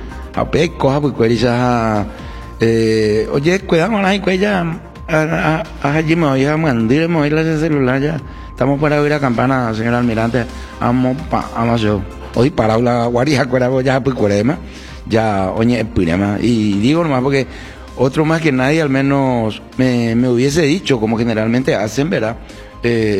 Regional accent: Paraguay; como paraguayo, como ciudadano de esta República de Yaycuay

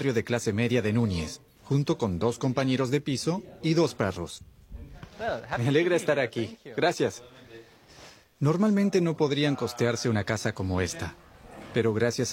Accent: Hamburg, Germany; Spanish is a second language; Yo traje un recuerdo de mi ciudad natal. Es una toalla del club de fútbol de Hamburgo.

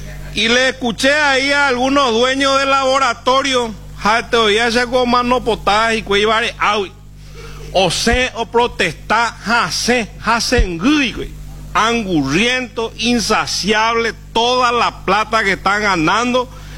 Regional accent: Paraguay; Vamos a pensar un poco como paraguayos

